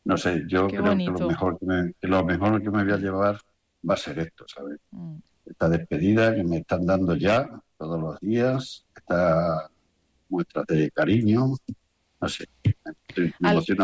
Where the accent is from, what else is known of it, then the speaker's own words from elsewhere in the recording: Extremadura, Spain; now in Miguelturra, Spain; Yo me siento extremeño, pero también miguelete, porque... Claro. 34 años tienen que dejarte algo, y más viviendo aquí en este sentido